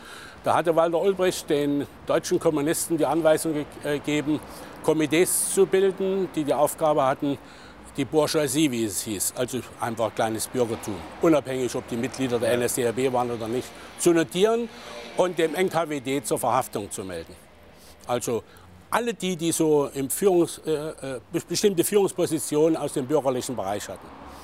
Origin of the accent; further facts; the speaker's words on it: Saalfeld, Thuringia, Germany; ich komme aus Saalfeld in Thüringen